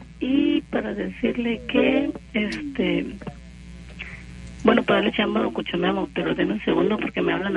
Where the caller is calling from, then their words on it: Xalapa, Veracruz, Mexico; Soy la señora de Jalapa.